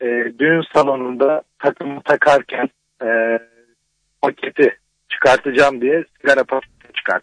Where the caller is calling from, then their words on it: Istanbul, Turkey; İstanbul'dan.